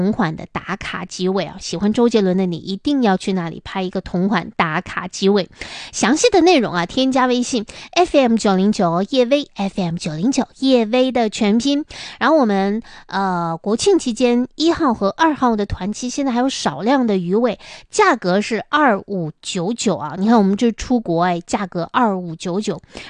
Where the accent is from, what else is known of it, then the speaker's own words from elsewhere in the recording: Northeast China, China; 这绝对是独属于我们东北人出境游的福利